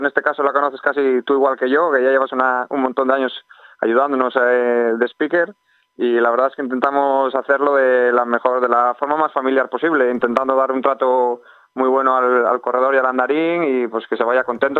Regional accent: Villacarriedo, Cantabria, Spain; yo soy de Villacarriedo

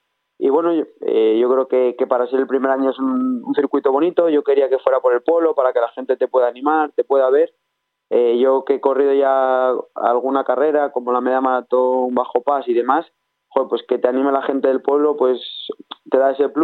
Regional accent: Piélagos, Cantabria, Spain; born there; moved away as an adult

